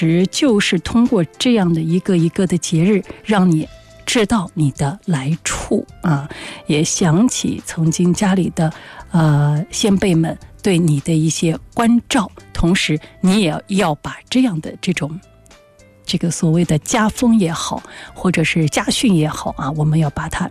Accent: China

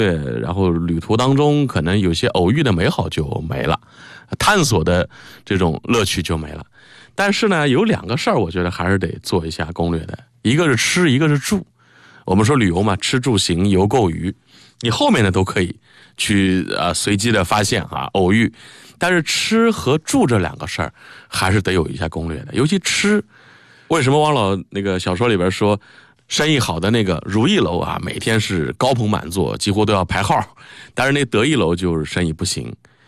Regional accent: Yangzhou, Jiangsu, China; 我们扬州人

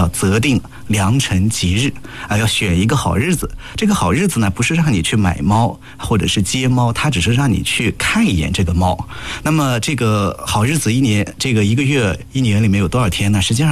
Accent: Gansu, China; moved away; 一直到有一年我回老家，我老家甘肃的

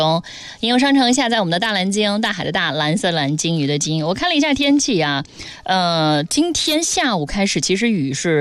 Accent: Nanjing, Jiangsu, China; 我们南京话

